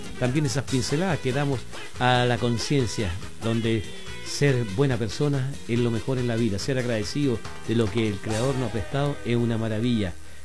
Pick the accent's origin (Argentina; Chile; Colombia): Chile